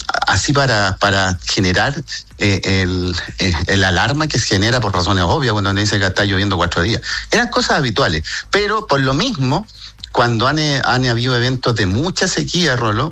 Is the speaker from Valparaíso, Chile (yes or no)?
yes; Los Andes, Valparaíso, Chile; crecí en los Andes cuando íbamos al colegio